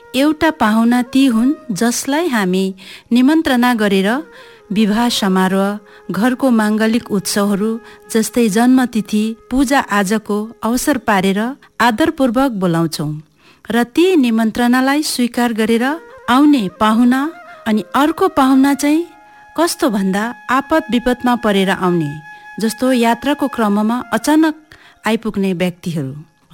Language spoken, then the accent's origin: Nepali; India; हामी पनि भारतीय हुनुको नाता आफैलाई गौरव गर्नुपर्छ।